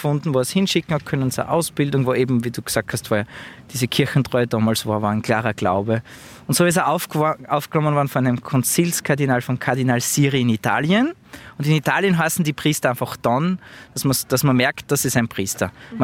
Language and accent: German; Austria; auch als Österreicher.